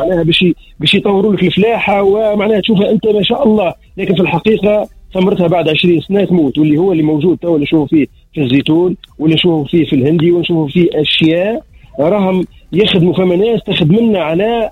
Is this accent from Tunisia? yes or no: yes; Tunisia; لا انا تونسي